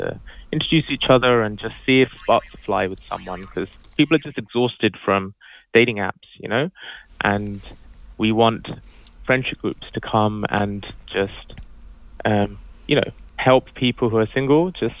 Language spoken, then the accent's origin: English; London, United Kingdom; Like, I'm from London, and it's so many people that are around